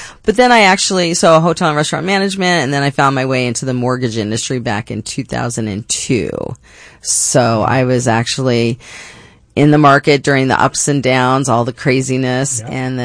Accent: Phoenix, Arizona, United States; Well, I'm actually a Phoenician. I'm from here.

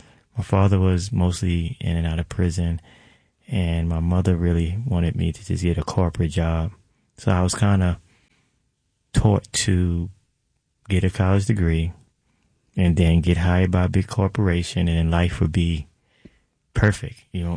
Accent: New York City, New York, United States; I grew up in Brooklyn. Brownsville is the neighborhood in Brooklyn. That area is where Mike Tyson is from. So mostly Brownsville is mostly projects.

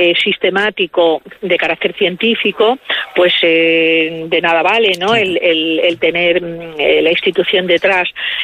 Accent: Extremadura, Spain; como extremeña y responsable de la institución

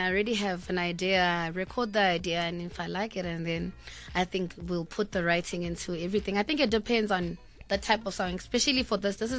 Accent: Kenya; now in South Africa; It's pretty much this, like I just explained, we're from Kenya. And we came to SA.

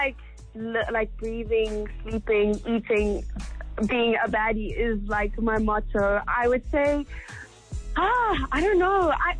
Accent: Cape Town, Western Cape, South Africa; born there; now in Johannesburg, South Africa; Yes, I was born in Cape Town, but I am living in Joburg right now, and I teach dancing here in Joburg, yes.

